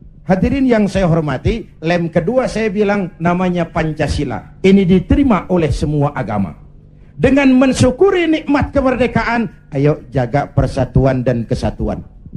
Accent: Indonesia; Kita rakyat Indonesia

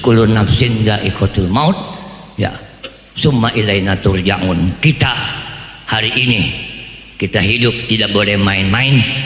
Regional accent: Indonesia; Saya keluarga 15 pak. Saya orang Lemah Abang Betawi pinggir.

